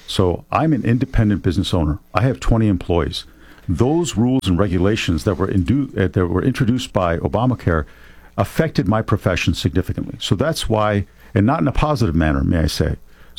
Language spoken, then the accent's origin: English; Buffalo, New York, United States; And again, I went to a state University of New York in Buffalo. That's where I grew up in Western New York.